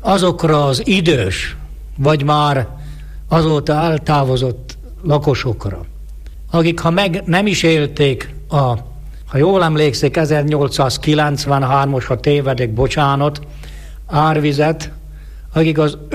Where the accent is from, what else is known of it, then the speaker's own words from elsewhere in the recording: Trnava Region, Slovakia; gyermekkoromat azon a környéken töltöttem, határunk bőssá volt határos